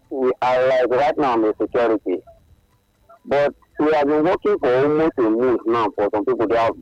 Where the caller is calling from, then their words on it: Lagos, Nigeria; I'm calling from Lekki.